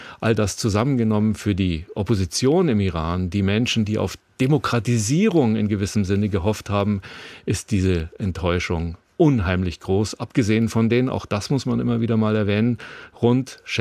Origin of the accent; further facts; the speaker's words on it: Germany; wir als Deutsche, als Europäer